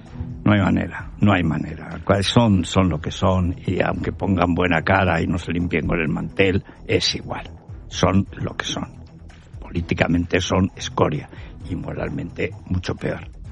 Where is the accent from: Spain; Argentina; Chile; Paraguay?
Spain; Aragon; pero yo es porque soy aragonés, pero tengo razón.